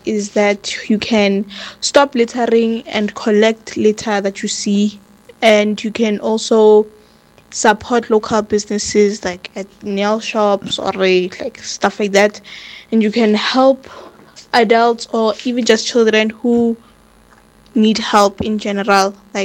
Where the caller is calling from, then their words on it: Johannesburg, Gauteng, South Africa; I am listening from Cosmo City.